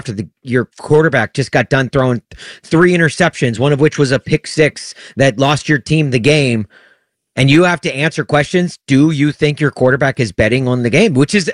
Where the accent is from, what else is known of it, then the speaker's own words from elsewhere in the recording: Tennessee, United States; If my hometown team, the Tennessee Titans, we know you need all the help you can get. And I'm here to do it, baby. Sign the hometown kid.